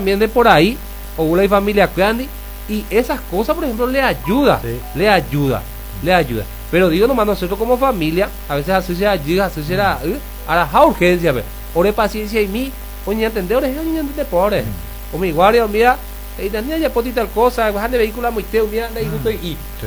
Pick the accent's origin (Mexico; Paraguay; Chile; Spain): Paraguay